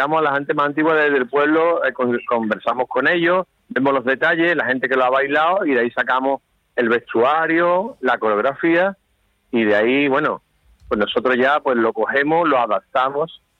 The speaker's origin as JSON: {"language": "Spanish", "town": "Cádiz", "region": "Andalusia", "country": "Spain", "said": "Venimos de aquí de Cádiz, tanto de bailadores."}